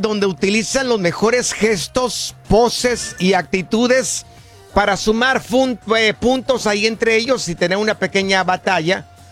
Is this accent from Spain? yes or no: no; Jalisco, Mexico; yo el único concurso que recuerdo allá en mi rancho, íbamos a un pueblito que se llama Tenamaxtlán en Jalisco.